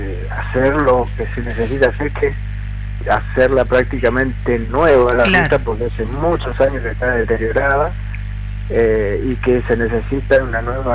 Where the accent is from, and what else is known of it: Argentina